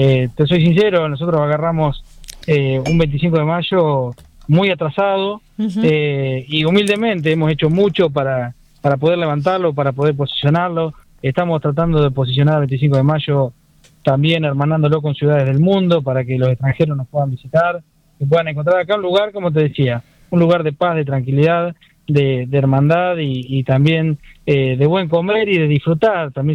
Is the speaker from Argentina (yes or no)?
yes; 25 de Mayo, Buenos Aires Province, Argentina; 25 de mayo es un pueblo que abraza, es un pueblo que abraza a todo aquel que decide visitarlo.